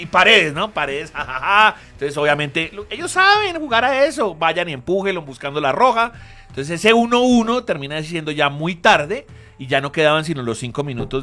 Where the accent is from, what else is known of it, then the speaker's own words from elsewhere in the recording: Colombia; Como somos colombianos, pues obviamente pues le estamos haciendo barra a Santa Fe